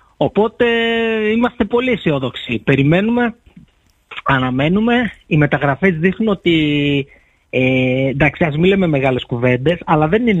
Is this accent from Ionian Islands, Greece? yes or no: yes; Corfu, Ionian Islands, Greece